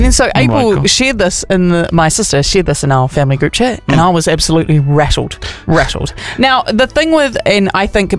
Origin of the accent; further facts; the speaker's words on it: Wales, United Kingdom; I'm just a Welsh girl.